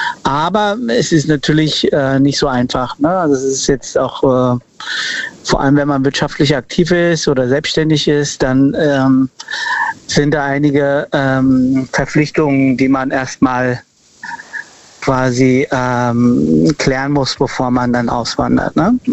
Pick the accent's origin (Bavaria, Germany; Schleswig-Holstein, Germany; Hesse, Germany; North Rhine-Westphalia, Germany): Hesse, Germany; Frankfurt; Ich komme aus Frankfurt.